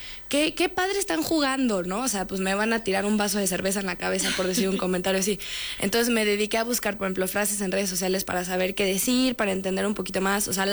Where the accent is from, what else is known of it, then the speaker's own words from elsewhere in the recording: Mexico; Pero sí siento que es una gran falla a mi ADN como mexicana, ¿no? O sea, porque sí creo que todos los mexicanos tenemos algo de pambolero en la sangre.